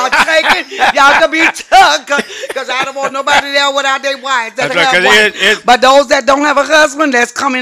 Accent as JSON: {"language": "English", "town": "Port Arthur", "region": "Texas", "country": "United States", "said": "I'm originally from Port Arthur. I'm a Port Arthuran, and I won't be nowhere else but in Port Arthur."}